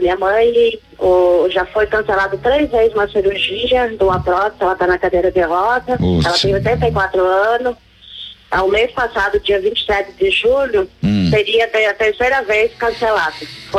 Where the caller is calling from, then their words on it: Diamantino, Mato Grosso, Brazil; Eu falo de Diamantino, Mato Grosso.